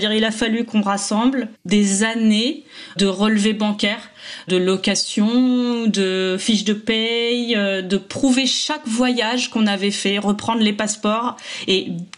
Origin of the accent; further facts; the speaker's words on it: France; moved away as an adult; now in United Kingdom; Bon, moi je suis britannique d'adoption, mais en tout cas une chose est sûre, c'est que moi en tant que française